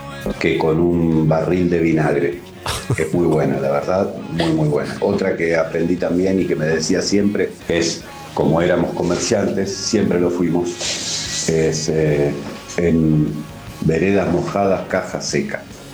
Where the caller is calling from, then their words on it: Merlo, Buenos Aires Province, Argentina; habla, el repuestero bostero de Merlo.